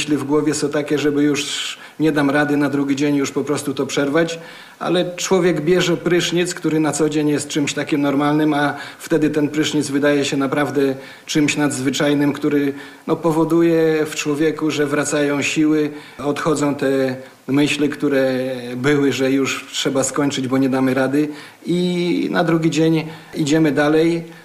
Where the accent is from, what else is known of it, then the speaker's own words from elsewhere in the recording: Ciechanów, Masovian Voivodeship, Poland; Pochodzę z Ciechanowa i tam mieszkam, to można powiedzieć, że święty Stanisław to taki mój ziomek, bo praktycznie niecałe 20 km od mojej miejscowości jest Rostkowo.